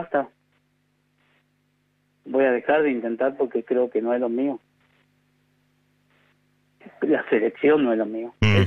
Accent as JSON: {"language": "Spanish", "country": "Argentina", "said": "Nosotros somos afortunados, los argentinos somos afortunados de vivir en un país grande, en un país que quizá económicamente no está muy bien"}